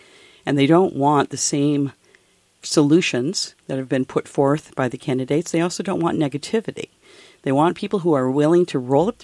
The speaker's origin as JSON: {"language": "English", "region": "Vermont", "country": "United States", "tie": "born or raised there", "said": "I'm a small business owner, and I'm from Vermont."}